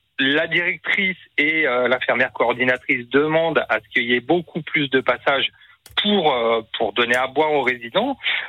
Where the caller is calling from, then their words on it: Fontenay-le-Comte, Pays de la Loire, France; je suis à Fontenay-le-Comte, exactement.